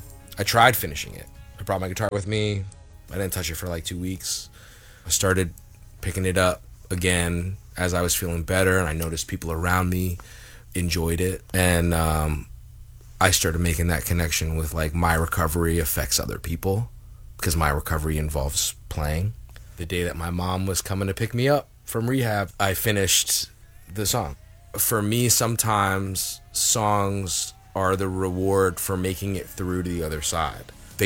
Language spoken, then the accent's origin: English; Southwest Ranches, Florida, United States; I grew up in Southwest Ranches. I remember, like, you know, jumping the fence, going into the park.